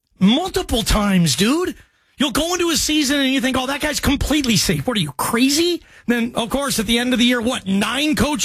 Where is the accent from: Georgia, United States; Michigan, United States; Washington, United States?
Washington, United States; Seattle; I'm from Seattle. And that's a massive soccer passionate town for American standards.